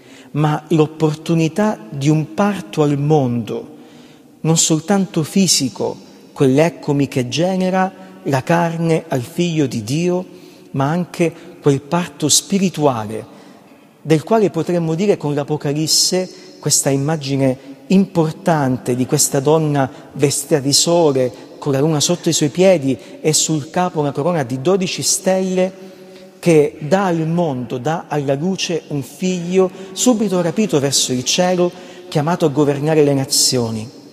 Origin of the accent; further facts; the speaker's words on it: Calabria, Italy; io sono della Calabria